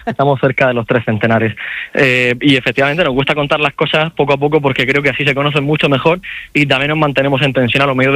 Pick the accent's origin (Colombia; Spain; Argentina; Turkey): Spain; Region of Murcia; los murcianos, que creo que somos los españoles que mejor llevamos la vuelta al cole